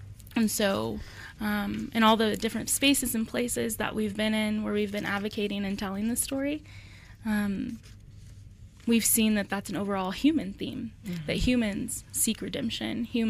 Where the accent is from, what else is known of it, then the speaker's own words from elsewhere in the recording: Colorado Springs, Colorado, United States; also born or lived in Park Hill / Castle Rock; now in Denver, United States; I was born in Park Hill, and then at 2 years old, my family moved to Colorado Springs, and then I was there until I was 12, and then we went to Castle Rock.